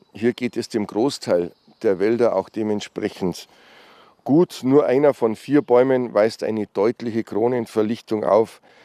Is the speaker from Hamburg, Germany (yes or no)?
no; Bavaria, Germany; Wenn ich den Bayerischen Wald anschaue, meine Heimat, und den Bereich Unterfranken anschaue, in Unterfranken ist es wesentlich trockener, haben wir ganz andere Baumarten.